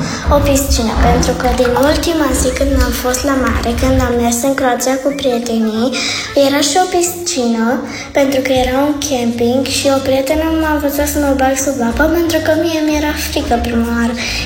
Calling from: Cisnădie, Sibiu County, Romania; am 9 ani și sunt din Cisnătie

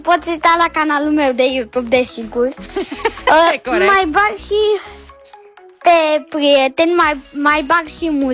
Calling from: Bucharest, Romania; din București, am 8 ani.

